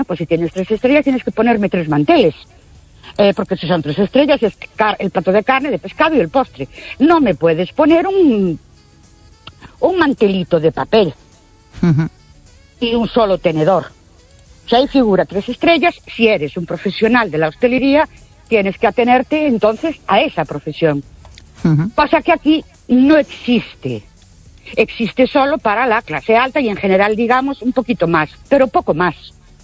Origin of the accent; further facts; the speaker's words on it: Ourense, Galicia, Spain; Buenas noches … de Ourense.